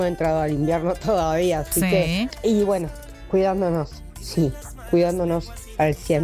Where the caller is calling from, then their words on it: Rincón del Cerro, Montevideo, Uruguay; de Rincón del Cierro